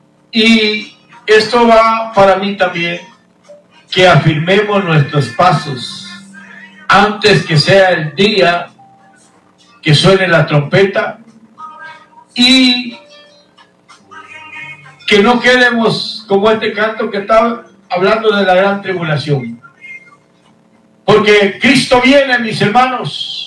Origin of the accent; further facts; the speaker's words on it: Guatemala; moved away; Guatemala, mi tierra natal.